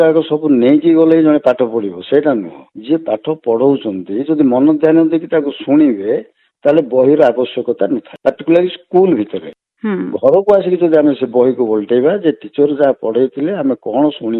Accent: Rayagada, Odisha, India; born there; ମୋର ନିଜ ଜନ୍ମସ୍ଥାନ ହେଲା ରାୟଗଡ଼ା, ବର୍ତ୍ତମାନ ସେଟା ରାୟଗଡ଼ା ଜିଲ୍ଲା ରାୟଗଡ଼ା ସହର। ମୁଁ ଯେତେ 1960 ମସିହାରେ ମୋର ଜନ୍ମ

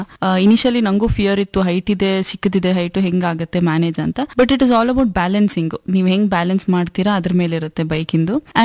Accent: Hubli, Karnataka, India; moved away; ನಾನು ಹುಬ್ಬಳ್ಳಿಯಿಂದ ಬಂದಿದ್ದೀನಿ. ನಾನು ಹುಟ್ಟಿ ಬೆಳೆದಿದ್ದೆಲ್ಲ ಹುಬ್ಬಳ್ಳಿಯಲ್ಲಿನೇ. ನಂದು ಎಜುಕೇಶನ್ ಕೂಡ ಹುಬ್ಳಿಯಲ್ಲೇ ಆಗಿದೆ. ಪಿವಿ ಕಾಲೇಜಿಂದ ಓದಿದ್ದೀನಿ, ಇಂಜಿನಿಯರಿಂಗ್ ಮಾಡಿದ್ದೀನಿ.

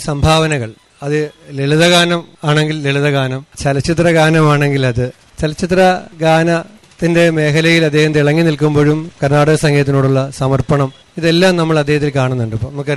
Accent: Kerala, India; ഒരു മലയാളി എന്ന നിലയിൽ … അനുസ്മരിക്കുന്ന ഒരു ചടങ്ങിൽ പങ്കെടുക്കുക എന്നത് എന്റെ ഉത്തരവാദിത്വമാണ്

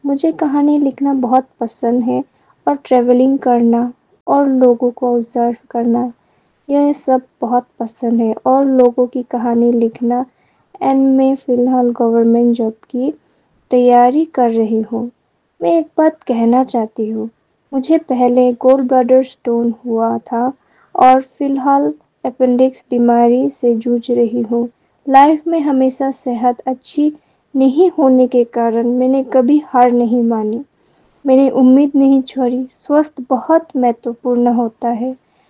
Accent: Haflong, Assam, India; मैं हफलोंग असम की रहने वाली हूँ।

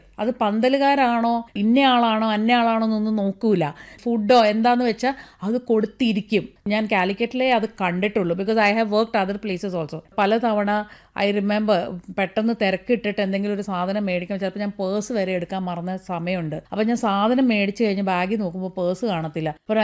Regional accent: Kerala, India; Actually മധ്യ തിരുവനന്തപുരത്തു നിന്നാണ് ഞാൻ വരുന്നത്. അപ്പൊ കോട്ടയത്തെ ആ ഒരു ഭാഷാ രീതിയാണ് ഞാൻ അഡാപ്റ്റ് ചെയ്തത്.

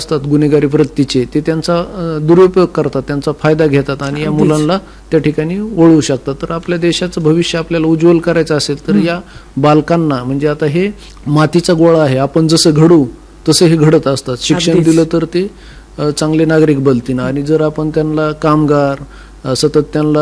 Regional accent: Beed district, Maharashtra, India

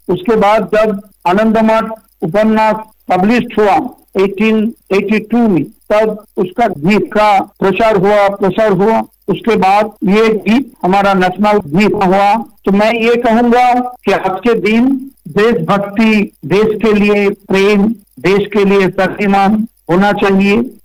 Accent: Murshidabad, West Bengal, India

